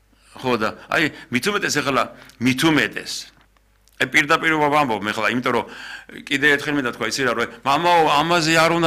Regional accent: Mtskheta-Mtianeti, Georgia; მე ხევსური ვარ

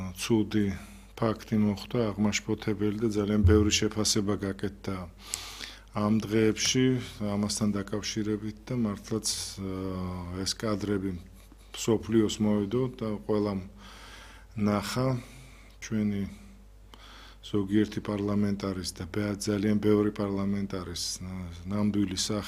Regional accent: Zugdidi, Samegrelo-Zemo Svaneti, Georgia; ვიცით, რომ მე ზუგდიდიდან ვარ

